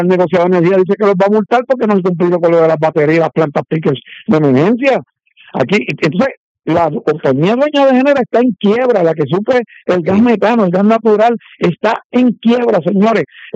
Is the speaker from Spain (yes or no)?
no; San Juan, Puerto Rico; Bueno, yo nací, me crié y vivo en San Juan.